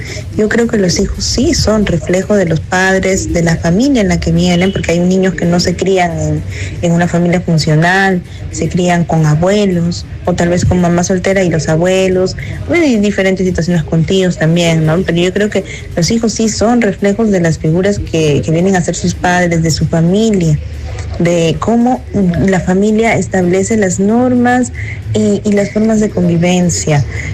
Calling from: Chimbote, Ancash, Peru; de Chimbote, yo también soy madre

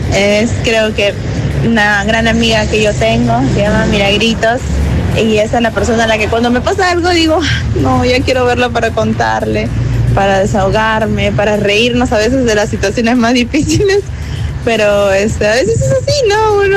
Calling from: Chimbote, Ancash, Peru; de Chimbote.

